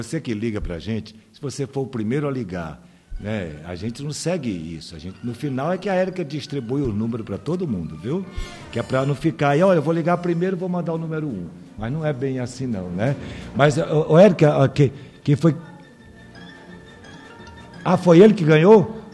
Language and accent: Portuguese; Quixadá, Ceará, Brazil; born there; Daniel Bondes, querido meu conterrâneo, lá de Quixadá, tu ouviu falar dessa cidade, Fará? É uma cidade no interior do Ceará onde eu nasci. Quixadá, a terra dos monólitos.